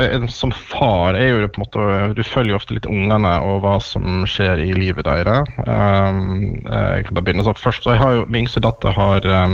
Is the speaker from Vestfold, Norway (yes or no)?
no; Syvde, Møre og Romsdal, Norway; also born or lived in Langevåg; Ellers så kom jeg opprinnelig fra Sunnmøre fra, jeg sier ofte Syvde, selv om jeg hadde noen år I Langevåg først, så det Syvde hatt store deler av min barndom og ungdom.